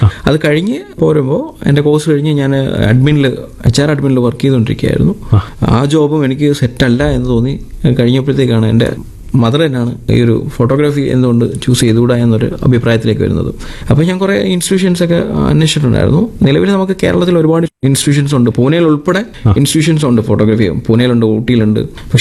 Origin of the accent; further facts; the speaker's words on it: Kollam, Kerala, India; എന്റെ നാട് കൊല്ലമാണ്. കൊല്ലത്ത് കരിക്കോട് എന്ന് പറയും. ടികെ എഞ്ചിനീയറിംഗ് കോളേജിന്റെ അടുത്തായിട്ട് തന്നെയാണ് വീട്. ഞാൻ പഠിച്ചത് സ്കൂൾ കാലഘട്ടം നാട്ടിൽ തന്നെയാണ്.